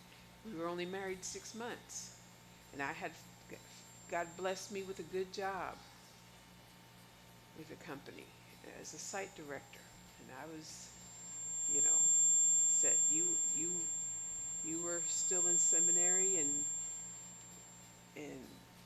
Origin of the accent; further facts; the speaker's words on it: East Coast, United States; moved away as an adult; where I grew up on the East Coast